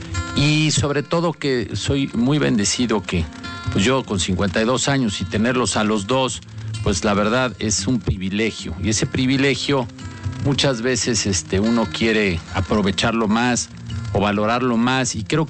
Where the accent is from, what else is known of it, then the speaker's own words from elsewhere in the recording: Puebla, Mexico; poder ir creciendo como poblanos mexicanos para llevar en lo alto a nuestra hospitalidad y nuestra gastronomía poblana mexicana a otros rincones de otros países.